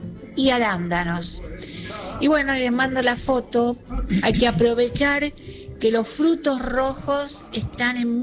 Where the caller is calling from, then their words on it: Buenos Aires, Argentina; de Almagro